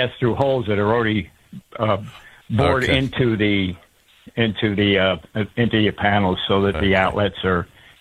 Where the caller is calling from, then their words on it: Montana, United States; I'm calling you from Montana, and I helped the contractor build a house with one of those in the coldest spot in the country, just about, and that would be West Yellowstone.